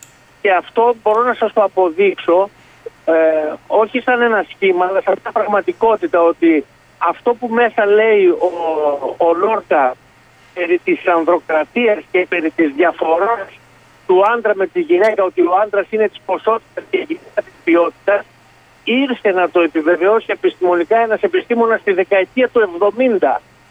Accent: Paramythia, Epirus, Greece; Είμαι από την Παραμυθιά Θεσπρωτεία.

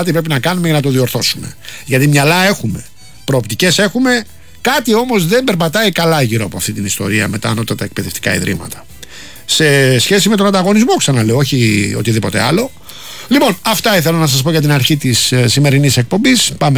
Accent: Rafina, Attica, Greece; θα πάμε στη Ραφίνα αργότερα, την πατρίδα μου

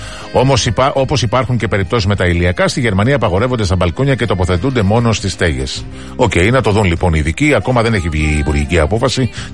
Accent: Albania; Greek is a second language; moved away as an adult; now in Greece; Κατάγομαι από την Αλβανία. Έχω έρθει στην Ελλάδα από το 1992. Τότε με ένα μωρό μαζί μου και τώρα έχω 3 παιδιά και 3 εγγόνια και περιμένω και ένα τέταρτο.

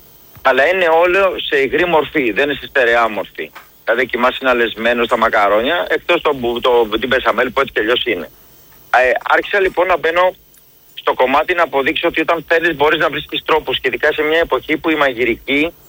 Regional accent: Greece; ότι είμαστε Έλληνες

